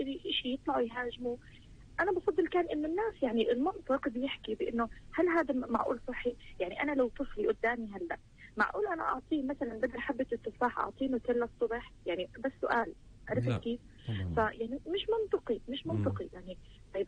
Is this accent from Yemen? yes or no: no; Palestine; بالذات عندنا بفلسطين، لانه عندنا وعي وعندنا نسبة متعلمين جدا عالية